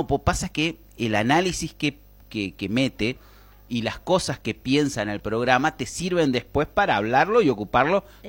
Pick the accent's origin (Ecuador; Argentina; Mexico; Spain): Argentina; Cuando se hablaba como porteños, cuando se hablaba como bonaerenses, cuando teníamos, o sea, cuando hablábamos realmente como el mejor acento de la lengua hispana